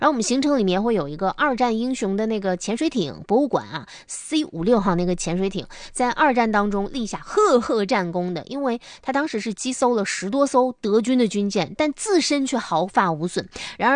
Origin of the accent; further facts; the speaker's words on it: Northeast China, China; 这也真的是独属于我们东北人的一种浪漫吧